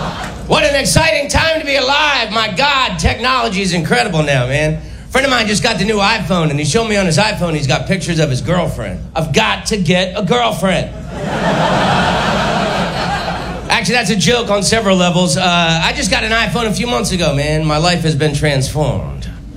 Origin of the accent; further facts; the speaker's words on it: United States; also born or lived in Netherlands; I'm from the United States, but I lived in Holland for 5 years. I loved living in Holland, man, because the women are beautiful in Holland.